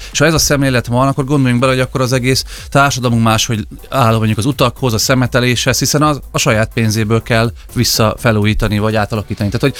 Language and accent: Hungarian; Hungary; hogy azért magyarok vagyunk